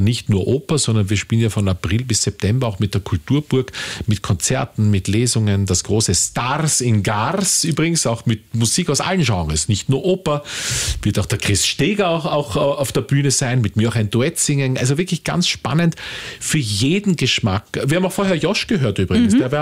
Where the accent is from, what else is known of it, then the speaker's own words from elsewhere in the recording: Austria; so wie den, der Teesalon, sage ich einmal, bei uns in Österreich, eingeladen.